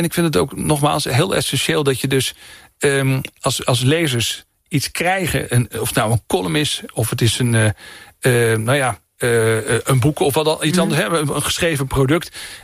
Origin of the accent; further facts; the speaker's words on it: Groningen, Netherlands; Want ik kom uit Oost-Groningen.